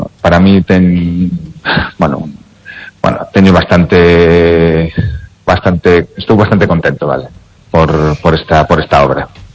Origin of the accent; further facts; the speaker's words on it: Lugo, Galicia, Spain; moved away; Non estou en Lugo, non vivo en Lugo, xa fai moitos anos que saín de Lugo, pero son lucense, recordo Lugo